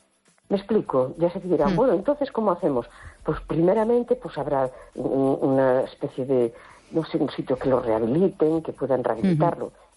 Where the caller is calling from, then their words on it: A Coruña, Galicia, Spain; Hola, buenas noches. … de La Coruña.